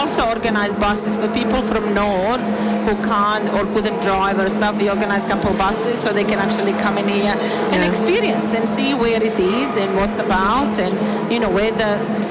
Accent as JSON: {"language": "English", "country": "Bosnia & Herzegovina", "moved": "as an adult", "said": "Like I came from Bosnia during the Civil War, back 24, 5 years ago."}